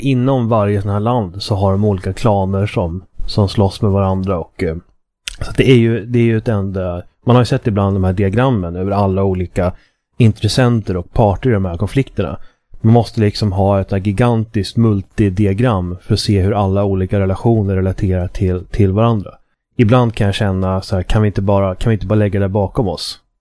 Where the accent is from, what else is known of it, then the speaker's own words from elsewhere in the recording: Sweden; som svensk